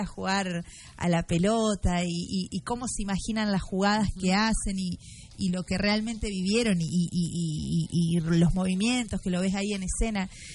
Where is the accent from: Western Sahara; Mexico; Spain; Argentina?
Argentina; tenemos los y las argentinas que tenemos un acento que nos caracteriza en cada región y en cada provincia.